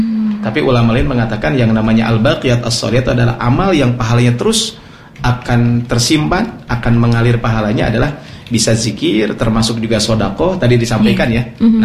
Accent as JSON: {"language": "Indonesian", "town": "Ciparay", "region": "West Java", "country": "Indonesia", "said": "Karena saya orang Ciparai juga."}